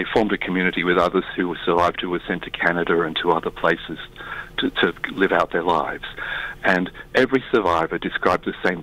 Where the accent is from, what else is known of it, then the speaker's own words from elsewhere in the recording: Australia; as an Australian dad